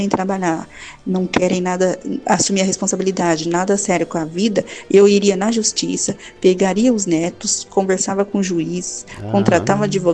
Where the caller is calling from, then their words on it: São Paulo, Brazil; sou daqui do interior de São Paulo.